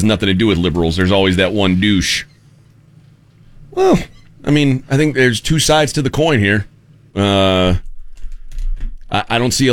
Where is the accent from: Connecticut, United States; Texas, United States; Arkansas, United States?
Texas, United States; Houston; moved away as an adult; also born or lived in Las Vegas; now in San Antonio, United States; Like I grew up in Houston. I lived there most of my life. And then I just moved from Vegas